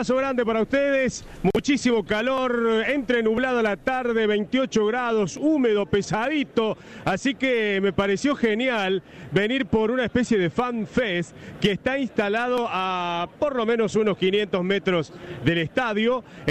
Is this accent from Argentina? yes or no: yes; Argentina; Somos de Argentina.